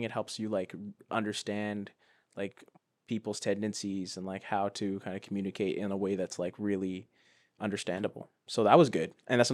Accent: Ghana; they talk about, I'm from Ghana, and they talk about how we're not good

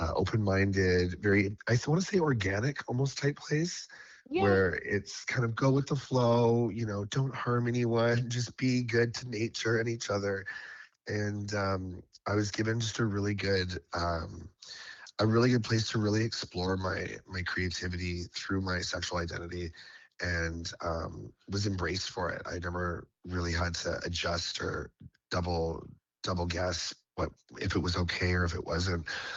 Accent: North Vancouver, British Columbia, Canada; Being a proud Vancouverite, I grew up in North Vancouver downtown, and I think that I was also blessed with such an easy coming out story.

